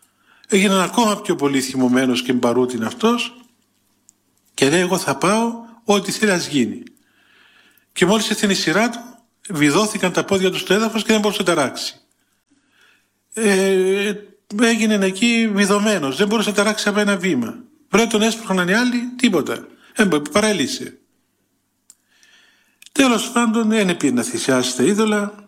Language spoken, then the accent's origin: Greek; Thessaloniki, Central Macedonia, Greece; Από πού είσαι? Είμαι από την Ελλάδα, από τη Θεσσαλονίκη.